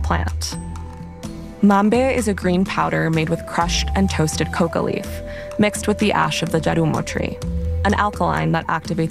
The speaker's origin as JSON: {"language": "English", "region": "Florida", "country": "United States", "tie": "born or raised there", "said": "Growing up in the Colombian diaspora in the U.S., I heard my fair share of cocaine-related stereotypes and bad jokes. A middle school social studies teacher in Florida used bullets and cocaine as a mnemonic device to teach Colombia's capital."}